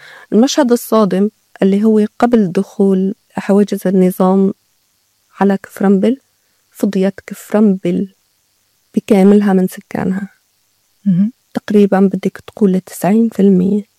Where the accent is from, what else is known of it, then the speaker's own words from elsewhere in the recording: Kafranbel, Idlib Governorate, Syria; لذلك ضيعتنا صارت خاوية على عروشها